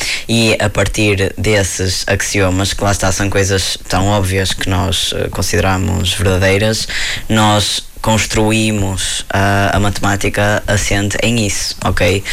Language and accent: Portuguese; Guimarães, Norte, Portugal; Sou de Guimarães, por coincidência.